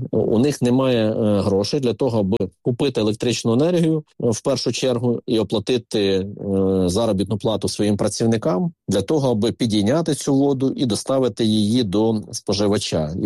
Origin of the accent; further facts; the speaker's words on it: Kyiv, Ukraine; і ми кияни, і так само дніпряни за киян переживають